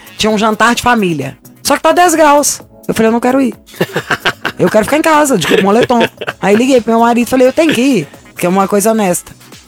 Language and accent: Portuguese; Belo Horizonte, Minas Gerais, Brazil; moved away; eu sou de Belo Horizonte, família inteira mora lá.